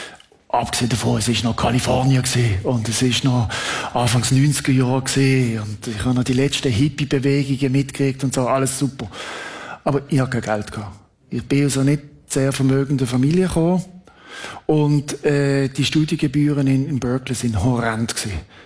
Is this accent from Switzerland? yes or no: yes; Switzerland; ich bin Schweizer, mir ist da, ich bin neutral, ich laufe jetzt da rein.